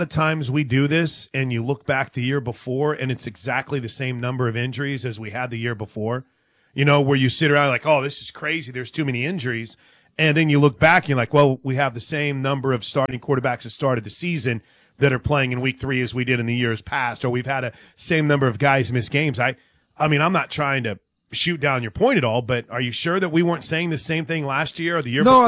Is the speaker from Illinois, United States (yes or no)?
yes; Illinois, United States; I don't know if it's because I grew up in Illinois